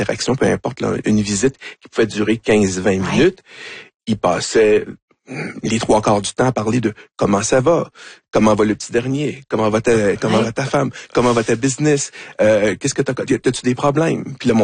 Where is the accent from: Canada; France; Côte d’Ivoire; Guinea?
Canada; Quebec